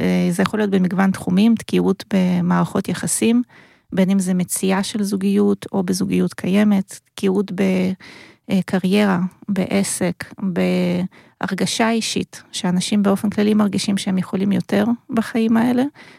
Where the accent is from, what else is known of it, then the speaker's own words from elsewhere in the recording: Rishon LeZion, Central District, Israel; אני מראשון לציון